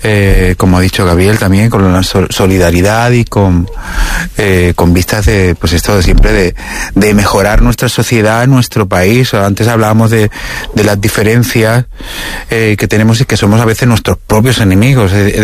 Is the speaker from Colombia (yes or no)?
no; Spain; Con todo esto me siento español y me siento grande y diverso, ¿no?